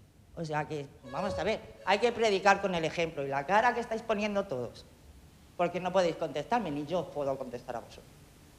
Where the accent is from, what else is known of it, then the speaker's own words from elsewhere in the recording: Catalonia, Spain; born there; Yo me considero catalana, me considero española, yo me considero catalana, nací en Cataluña, pero soy española porque nací en España.